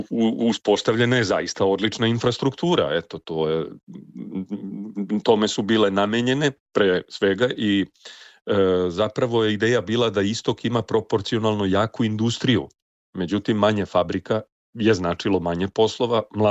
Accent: Serbia; now in Germany; Ja sam samo došao iz Jugoslavije. I onda sam shvatio šta mi sve u novom sistemu prija i šta mi se ne dopada u odnosu novog sistema prema meni, ali ne kao Jugoslovenu ili Srbinu

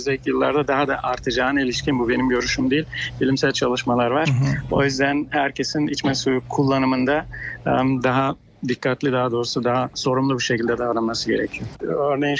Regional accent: Çukurova, Turkey; also born or lived in Tarsus; Yani ben Tarsus doğumluyum. Çukurova'da büyüdüm.

